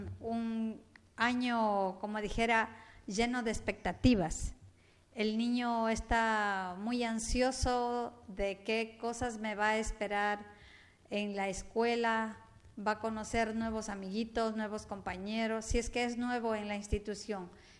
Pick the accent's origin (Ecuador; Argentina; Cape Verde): Ecuador; Amazon; los que somos de la Amazonía